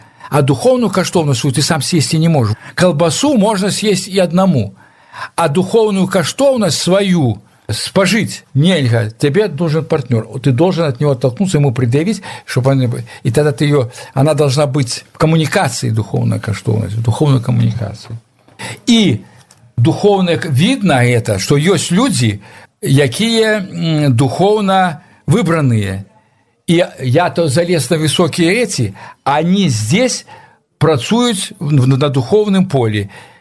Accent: Volkovysk, Grodno Region, Belarus; moved away as an adult; now in Moscow, Russia; а мы размовляли уже в русской школе по-русски, в Волковыске в городе. А я потом закончил, поехал в Москву

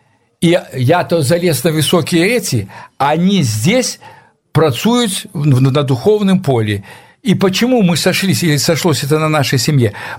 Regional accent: Belarus; Я доведался то, что я белорус первый раз, когда учился в этом, осмысленно, когда учился уже в институте, в МВТУ в Москве приехал

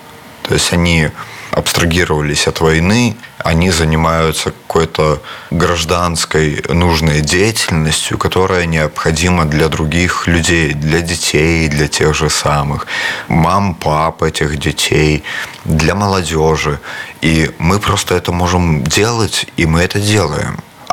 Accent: Belarus; как белорусы.

